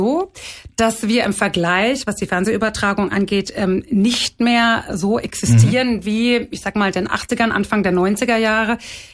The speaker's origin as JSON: {"language": "German", "town": "Cologne", "region": "North Rhine-Westphalia", "country": "Germany", "tie": "born there", "moved": "yes", "said": "ich bin in Köln geboren. Mein Papa war schon Trainer, Besitzertrainer. Meine Mutter hat im Gestüt gelernt, in einem Vollblutgestüt. Und die haben zusammen in Köln auf der Pferderennbahn gearbeitet. Da wurden wir dann geboren."}